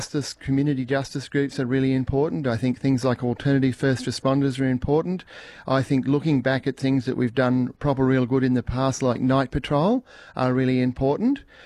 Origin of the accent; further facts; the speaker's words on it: Northern Territory, Australia; Now, I grew up in Walpri and Amadjara communities, and I spent a lot of time in Pintupi Luritja communities and even Pingalia communities.